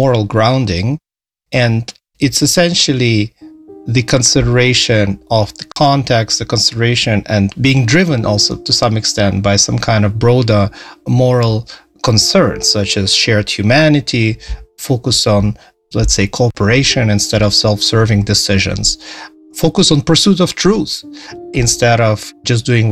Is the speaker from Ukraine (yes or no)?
yes; Ukraine; moved away; You know, it's been 5 years since we moved from Ukraine.